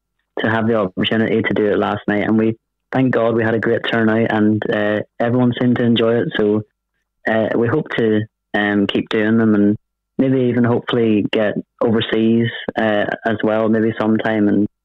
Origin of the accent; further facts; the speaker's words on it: Coleraine, Northern Ireland, United Kingdom; We're doing one in my hometown in Coleraine.